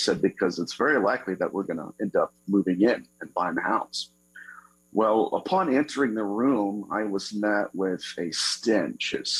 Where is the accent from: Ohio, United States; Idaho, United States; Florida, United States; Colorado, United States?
Ohio, United States; Dayton; I am from Dayton, Ohio, so I'm a Buckeye.